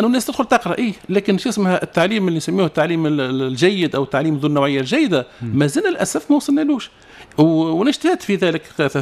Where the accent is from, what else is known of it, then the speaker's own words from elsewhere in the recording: Tunisia; عندنا في تونس